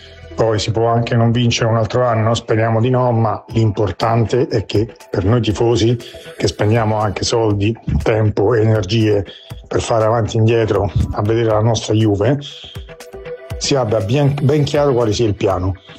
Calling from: Rome, Lazio, Italy; siamo da Roma

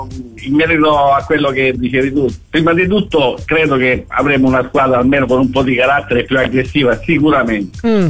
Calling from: Capo d'Orlando, Sicily, Italy

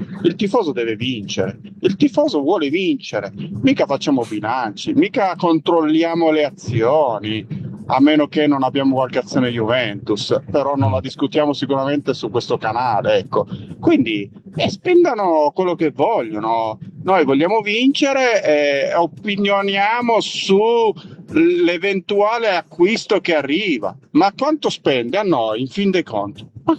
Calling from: Candiolo, Piedmont, Italy; da Candiolo

